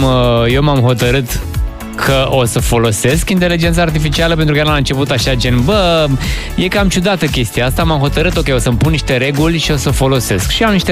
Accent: Romania

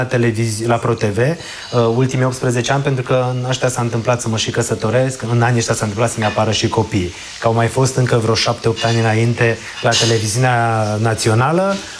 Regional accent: Târgu Jiu, Gorj County, Romania; moved away as an adult; now in Bucharest, Romania; o mă apropii de 50 de ani, mâine, poi mâine, am 48, îmi dau seama că a te întoarce în locul unde ai copilărit, în locul unde te-ai născut, e un sentiment aparte, pe care nu-l aveam când am venit la facultate în București și mă întorceam în Târgu Jiu

